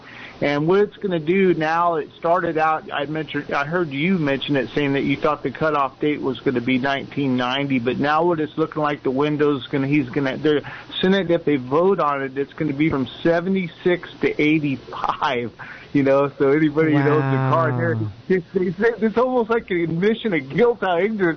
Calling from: Salinas, California, United States

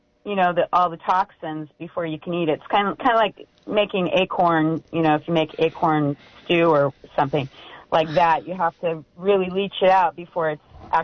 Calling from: Fountain, United States; in Fountain

